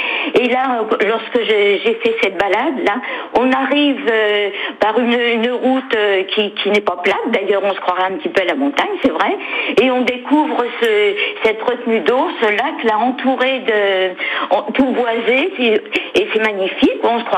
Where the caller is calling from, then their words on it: Pays de la Loire, France; pour moi il y a un petit peu de montagne chez nous en Vendée.